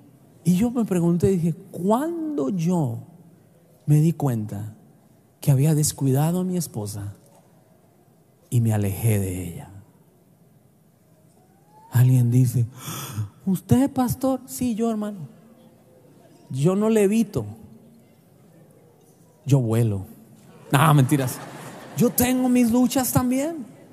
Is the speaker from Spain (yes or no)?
no; Colombia; born there; de donde yo nací, por allá de los campos de Colombia, mi abuelo no era tierno con mi abuela.